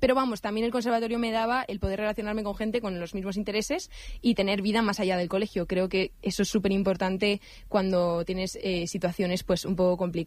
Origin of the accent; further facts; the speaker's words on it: Madrid, Community of Madrid, Spain; born there; Pero yo sí, soy madrileña.